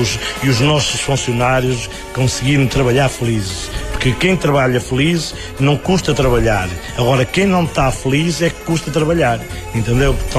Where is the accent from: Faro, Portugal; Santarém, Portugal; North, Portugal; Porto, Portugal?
North, Portugal; Arouca; now in Cesar, Portugal; sou natural de Tropeço, habito em Cesar há já 35 anos, mas nunca deixei de deixar das minhas origens ser um facto muito importante e gostar da minha terra, que é, a minha terra é Arouca.